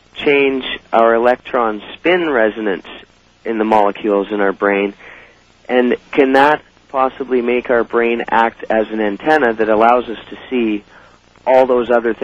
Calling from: Nanaimo, British Columbia, Canada; I'm in Nanaimo, B.C.

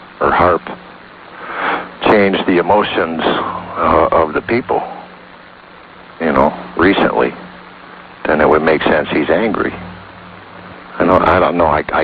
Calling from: Arvada, Colorado, United States; in Arvada, Colorado.

